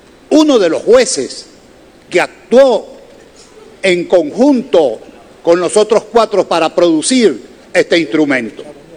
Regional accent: Venezuela; nosotros como pueblo venezolano

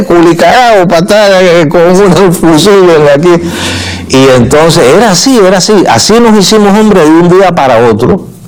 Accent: San Antonio de los Baños, Artemisa, Cuba; de aquí de La Habana, de San Antonio de los Baños, que es mi pueblo

